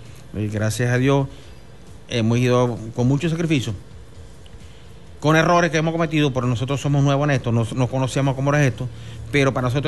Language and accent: Spanish; Venezuela; nosotros como venezolanos